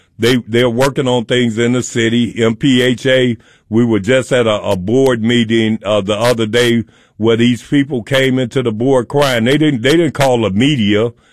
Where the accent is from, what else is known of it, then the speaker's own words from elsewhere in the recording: Chicago, Illinois, United States; now in Minneapolis, United States; when I was growing up in the Robert Taylor Projects, we didn't even know we didn't have a lot of resources, but we were able to survive.